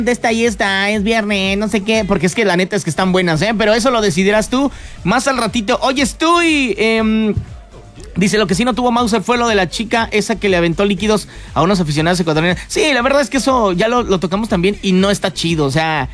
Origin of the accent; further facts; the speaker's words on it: Mexico City, Mexico; now in Querétaro, Mexico; somos mexicanos y aguantamos la vara, ya, como cuando llegué aquí a Querétaro que me dijeron, cámara chilanguito